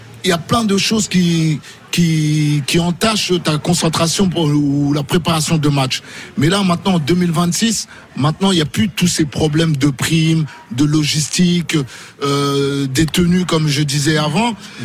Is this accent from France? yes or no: no; Senegal